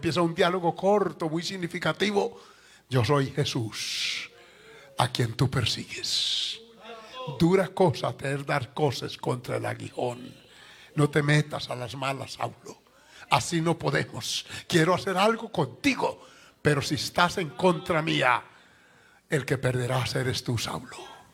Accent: Medellín, Antioquia, Colombia; que si tengo familia en Medellín, también tengo familia porque ese es mi origen.

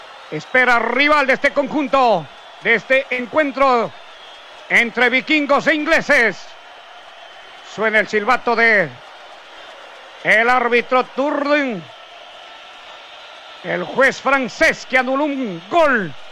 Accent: Peru; Yo soy orgullosamente peruano

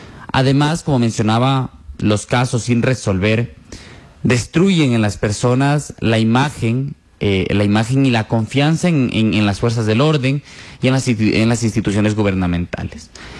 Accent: Ecuador

